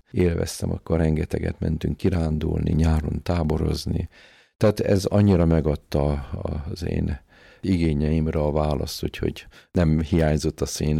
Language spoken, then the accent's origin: Hungarian; Budapest, Hungary; Várban nőttünk föl. Most a vár az egy akkora nagy játszótér, a Halászbástya egyik oldalon, másik oldalon a Tóth Árpád sétány, a gyönyörű kilátás a Budára, a budai kis dombokra.